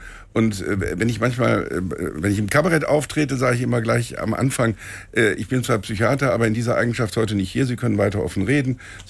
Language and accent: German; Rhineland, Germany; nein, ich bin Rheinländer, wir sind Norditaliener.